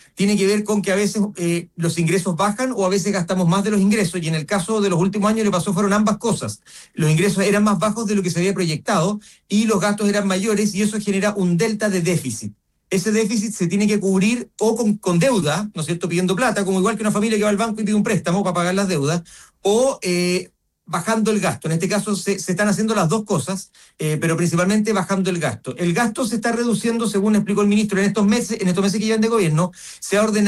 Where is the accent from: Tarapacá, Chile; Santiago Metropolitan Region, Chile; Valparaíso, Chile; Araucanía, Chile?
Araucanía, Chile; Yo soy de la Araucanía, la región más pobre